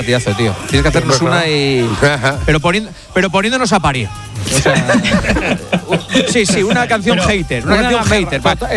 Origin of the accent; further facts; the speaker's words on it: Gijón, Asturias, Spain; No, no como yo, que soy de Gijón y soy un saborío que vamos.